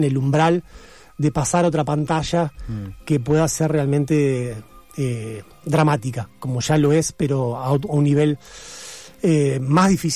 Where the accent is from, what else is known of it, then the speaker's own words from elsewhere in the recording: Rosario, Santa Fe, Argentina; yo soy rosarino